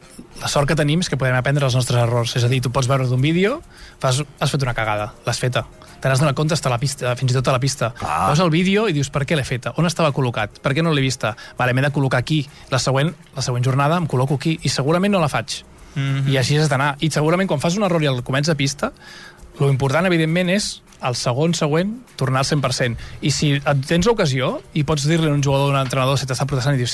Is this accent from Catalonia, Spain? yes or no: yes; Catalonia, Spain; Jo pito un equip català contra un gallec i el pito jo, que sóc català